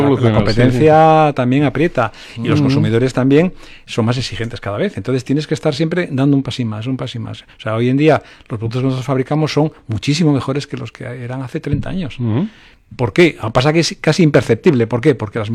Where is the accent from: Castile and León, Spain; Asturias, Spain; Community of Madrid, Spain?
Asturias, Spain; moved away